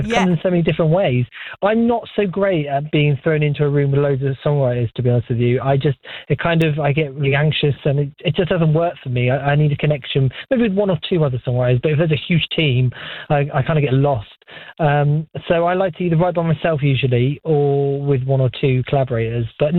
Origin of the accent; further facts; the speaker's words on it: Great Yarmouth, East of England, United Kingdom; me growing up in Great Yarmouth.